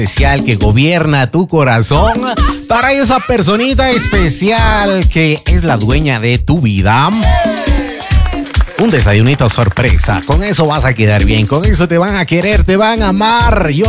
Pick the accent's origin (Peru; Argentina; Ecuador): Ecuador; Ya somos tres ecuatorianos responsables.